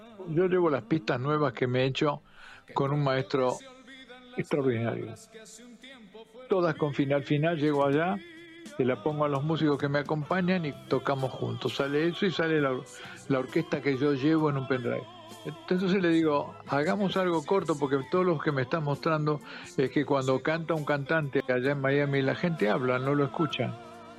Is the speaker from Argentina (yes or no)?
yes; Argentina; yo, como buen argentino desconfiado, canté un tema